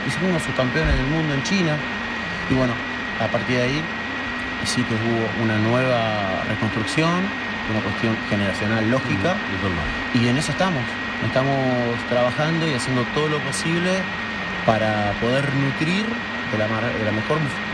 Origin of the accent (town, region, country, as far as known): Argentina; moved away